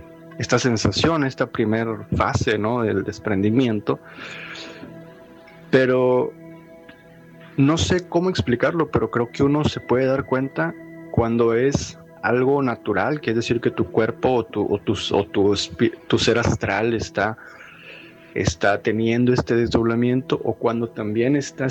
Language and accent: Spanish; Monterrey, Nuevo León, Mexico; yo había viajado a la ciudad de San Antonio a mi ciudad de origen, en Monterrey